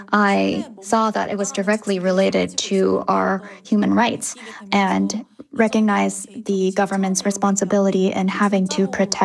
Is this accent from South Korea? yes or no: yes; Seoul, South Korea; I was born and raised in Seoul, which is a very densely populated city.